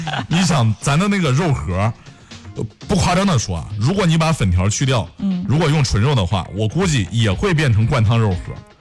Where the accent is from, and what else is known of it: Henan, China